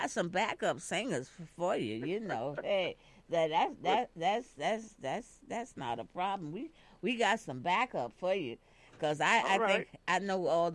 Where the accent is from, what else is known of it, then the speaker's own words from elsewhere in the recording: Kentucky, United States; moved away; when you've been through Kentucky, are you gonna go through my hometown?